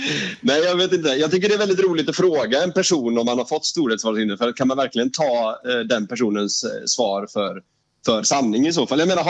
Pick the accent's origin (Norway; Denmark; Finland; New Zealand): Norway; jag är ju inringd som norrman främst då egentligen.